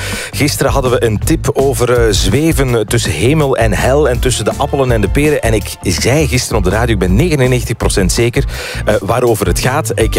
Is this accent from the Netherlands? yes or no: no; Flanders, Belgium; born there; Dat is mijn geboortestreek in de Haspengouw. Niet zo gek ver van Sint-Truiden.